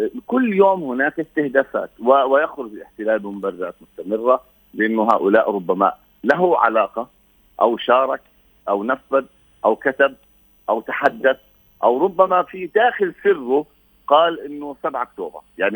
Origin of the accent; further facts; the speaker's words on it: Palestine; نحن كفلسطينيين